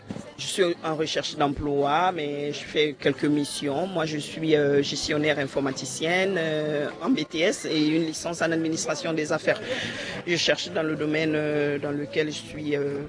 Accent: Guinea; now in France; De la Guinée. Guinée qu'on a crié, les gens le disent, bien sûr.

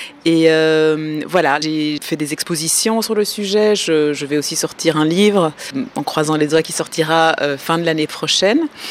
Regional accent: Belgium; moved away as an adult; also born or lived in Brussels, Belgium; now in United States; Je suis née à Bruxelles, en Belgique, d'une maman congolaise et d'un papa belge. J'ai grandi en Belgique

